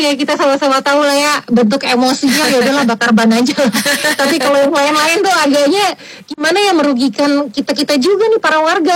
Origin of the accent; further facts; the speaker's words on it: Jakarta, Indonesia; kita sebagai warga Jakarta